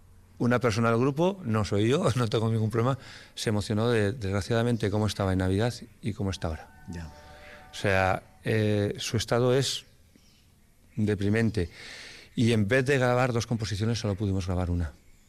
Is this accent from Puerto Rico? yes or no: no; Basque Country, Spain; en mi pueblo hay 3 órganos que uno no ha sonado nunca, yo no lo he conocido en estas últimas décadas, no me atrevo a decir en este último siglo. Y teníamos 2, uno en Santa María de Amezua, hecho que es el único órgano romántico que existía en la Rioja Alavesa